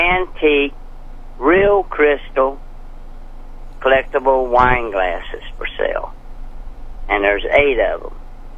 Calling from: Franklin, Missouri, United States; Franklin, Missouri.

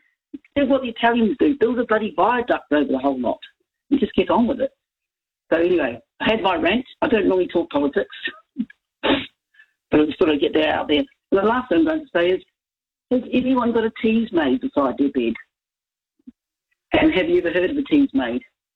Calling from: New Zealand

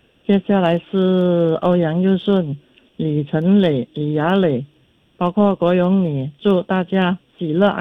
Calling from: Kuantan, Pahang, Malaysia

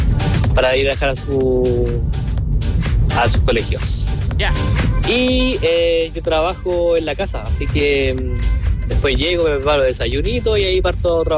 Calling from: Peñaflor, Santiago Metropolitan Region, Chile; Somos de Peñaflor

